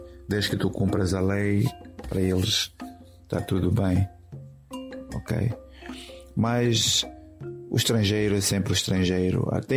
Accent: Mozambique; now in United Kingdom; E sendo moçambicano

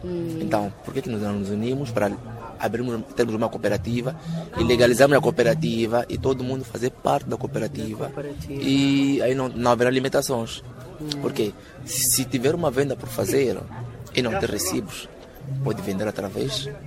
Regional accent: Mozambique; E uma das coisas também é que nós como moçambicanos temos produtos de qualidade.

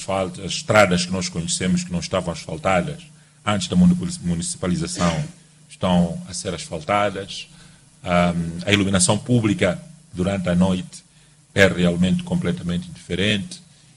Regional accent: Mozambique; Nós, moçambicanos

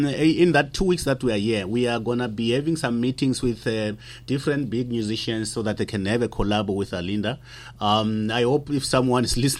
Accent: Bushbuckridge, Mpumalanga, South Africa; I'm Shangan in the first place. I'm from Bushbuck Ridge, not far away from here in Puma and in Mozambique. Mm-hmm. There's a lot of Mozambican people from where I come from.

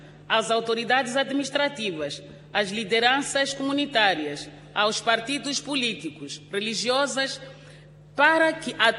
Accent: Mozambique

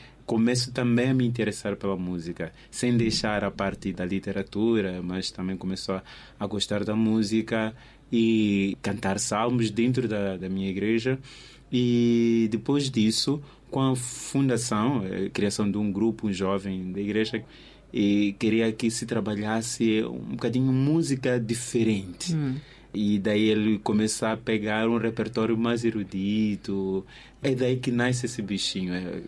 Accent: Mozambique; No meio em que nós estamos, como africanos, como moçambicanos, a música está sempre lá.

